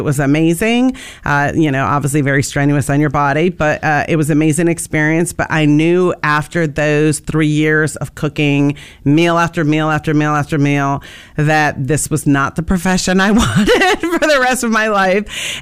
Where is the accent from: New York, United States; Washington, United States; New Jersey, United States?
New York, United States; Lake Luzerne; I was born in New York City, was adopted and lived in Lake Luzerne, and that's where I grew up.